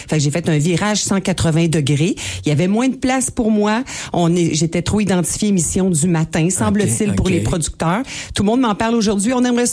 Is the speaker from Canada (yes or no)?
yes; Saint-Gabriel-de-Brandon, Quebec, Canada; moved away as an adult; also born or lived in Joliette / Saint-Charles-Borromée / Montreal; moi je suis native de Saint-Gabriel-de-Brandon, je suis allée en partie au secondaire ici à l'Académie Antoine-Manceau, j'ai fait mon cégep ici